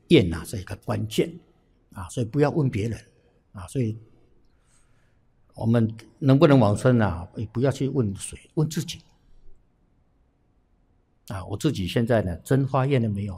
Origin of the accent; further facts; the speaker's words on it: Taiwan; 我们台湾这边